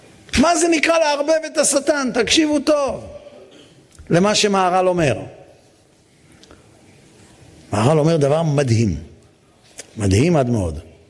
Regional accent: Netanya, Central District, Israel; אני גדלתי בנתניה, עיר שרובה סוסים. היו לנו המון סוסים בנתניה.

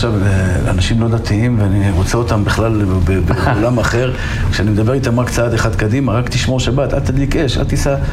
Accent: Tel Aviv, Tel Aviv District, Israel; אני גדלתי בשכונת התקווה. בשכונת התקווה לא היה תלמוד תורה, לכן שלחו אותי לבני ברק.

